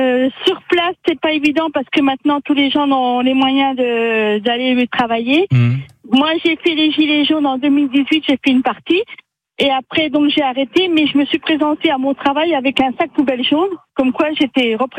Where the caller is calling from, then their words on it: Raville-sur-Sânon, Grand Est, France; De Ravine-sur-Sanon.